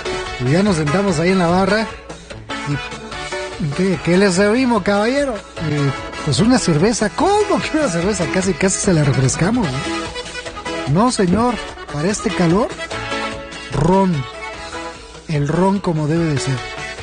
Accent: Mexico; nosotros como mexicanos

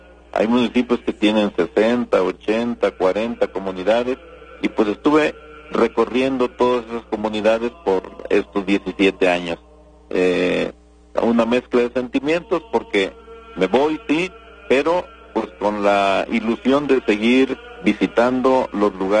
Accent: Puebla, Mexico; En efecto, seguiré viviendo en Puebla, soy poblano.

